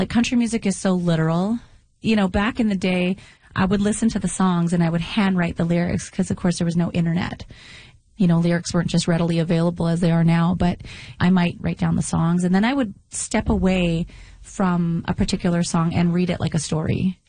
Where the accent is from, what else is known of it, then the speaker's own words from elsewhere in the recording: Dauphin, Manitoba, Canada; For me, in my case, for instance, I grew up in Dauphin where we only had one radio station.